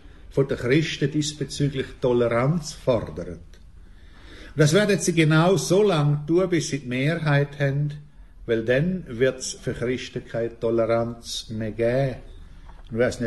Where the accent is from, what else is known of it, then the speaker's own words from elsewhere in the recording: Altstätten, St. Gallen, Switzerland; ich komme aus Altstädten, und Altstädten war damals ein Jahr lang in der ACB.